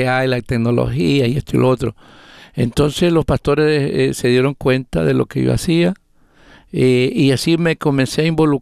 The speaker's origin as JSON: {"language": "Spanish", "country": "El Salvador", "also_born_or_lived": "Los Angeles, California", "moved": "yes", "said": "Yo soy de El Salvador. Oh. Yo viajé de El Salvador a Los Ángeles. Estuve por 8 años."}